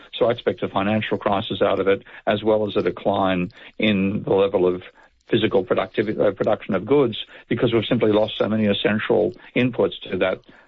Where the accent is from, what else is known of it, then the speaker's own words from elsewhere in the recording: Australia; growing up as an Aussie and, potentially facing conscription to fight in Vietnam